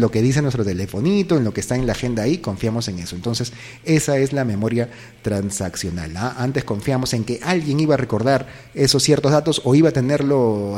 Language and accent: Spanish; Lima, Peru; cuando era niño, en Lima.